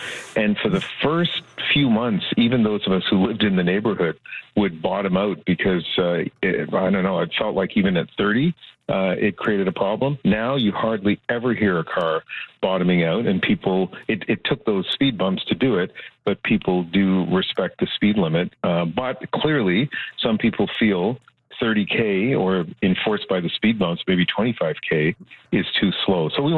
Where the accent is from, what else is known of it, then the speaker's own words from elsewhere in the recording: Canada; born there; In small town New Brunswick and Nova Scotia, it was, at least when I was growing up, a magical time to have the fair come in.